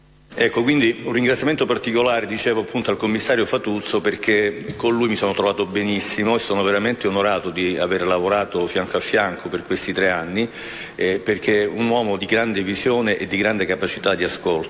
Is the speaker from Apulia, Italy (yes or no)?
no; Calabria, Italy; Io sono calabrese